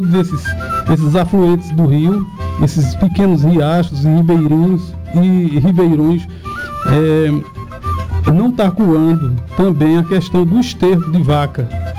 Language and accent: Portuguese; Brazil; somos brasileiros